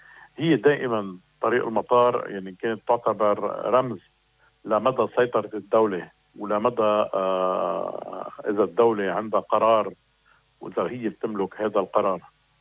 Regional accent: Lebanon; نحن اللبنانيين

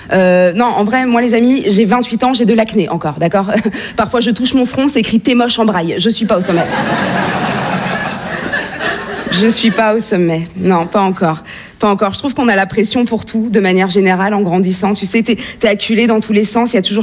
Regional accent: France; on est français, on peut s'enorgueillir un peu, on est la grande nation de la gastronomie.

